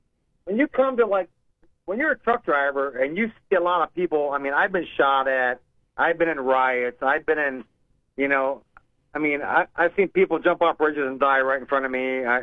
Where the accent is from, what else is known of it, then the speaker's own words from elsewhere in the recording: United States; I'm an American through and through.